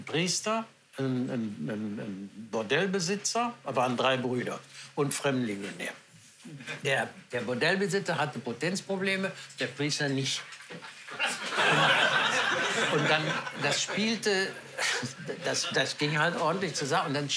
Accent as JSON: {"language": "German", "town": "Aachen", "region": "North Rhine-Westphalia", "country": "Germany", "tie": "born or raised there"}